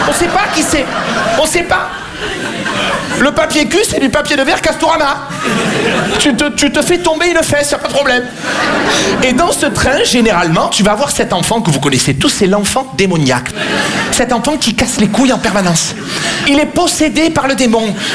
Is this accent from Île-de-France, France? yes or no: no; Marseille, Provence-Alpes-Côte d'Azur, France; j'ai grandi à Marseille.